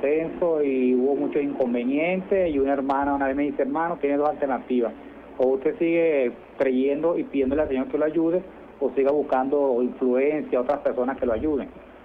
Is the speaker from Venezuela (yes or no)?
yes; Caracas, Capital District, Venezuela; also born or lived in southern Venezuela; Yo nací aquí en Caracas, viví al sur de Venezuela.